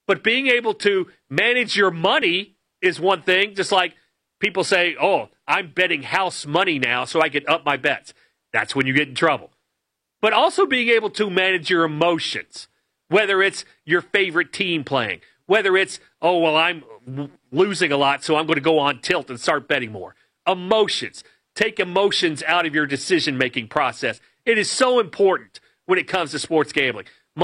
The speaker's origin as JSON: {"language": "English", "town": "Lexington", "region": "Kentucky", "country": "United States", "tie": "born or raised there", "said": "I am from Lexington, Kentucky, and I am a little biased because I grew up in a college basketball haven."}